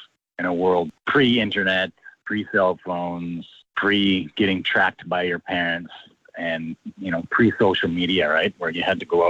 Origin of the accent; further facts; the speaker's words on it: Weyburn, Saskatchewan, Canada; growing up in Weyburn, Saskatchewan